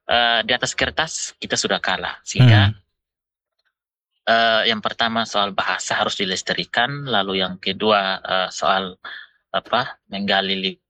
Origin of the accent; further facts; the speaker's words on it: Amanuban, South Central Timor, East Nusa Tenggara, Indonesia; kami ini perlu untuk semua orang Amnuban tahu.